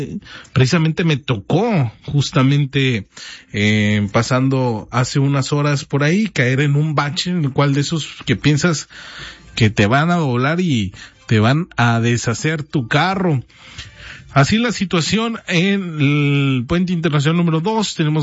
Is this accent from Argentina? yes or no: no; Piedras Negras, Coahuila, Mexico; como negropetenses y como mexicanos